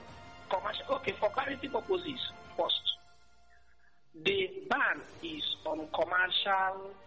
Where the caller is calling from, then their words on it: Aba, Abia, Nigeria; I'm calling from Abba.